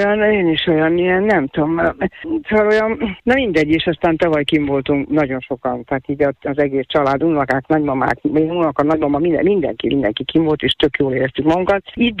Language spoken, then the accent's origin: Hungarian; Budapest, Hungary; born there; én így születtem a 8 kerben.